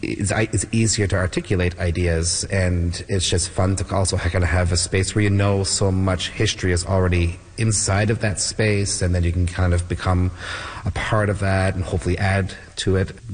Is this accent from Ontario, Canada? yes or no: no; Newfoundland and Labrador, Canada; And while talking to him, I said I was from Newfoundland.